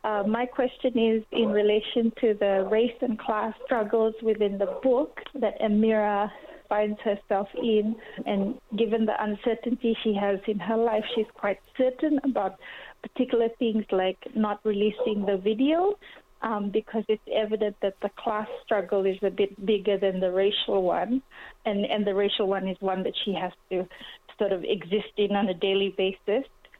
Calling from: Fiji; I'm calling in from Fiji.

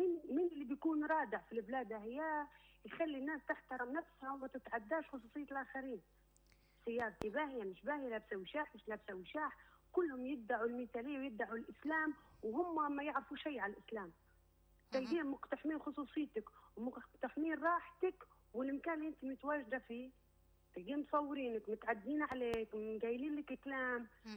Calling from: Libya

